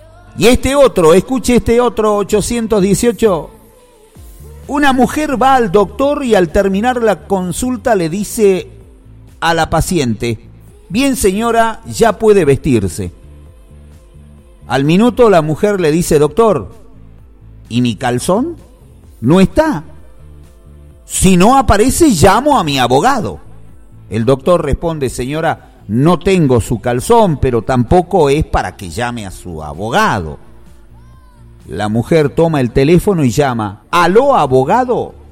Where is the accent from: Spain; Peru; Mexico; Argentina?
Argentina; este personaje que nos identifica a los argentinos